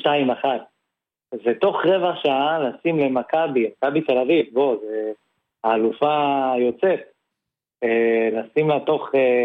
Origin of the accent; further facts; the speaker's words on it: Kiryat Ekron, Central District, Israel; אני שגדלתי בקריית עקרון